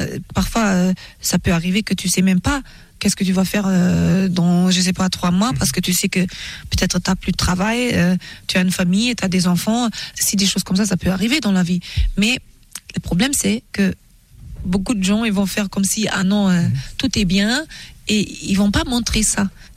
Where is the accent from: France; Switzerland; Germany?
Germany; born or raised there